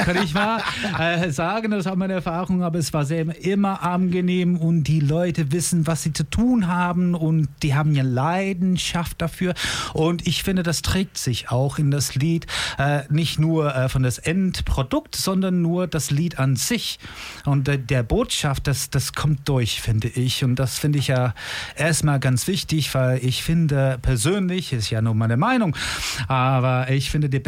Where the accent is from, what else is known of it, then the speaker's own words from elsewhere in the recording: England, United Kingdom; German is a second language; moved away as an adult; now in Germany; ich komme ursprünglich aus England, lebe aber seit 2006 in Deutschland.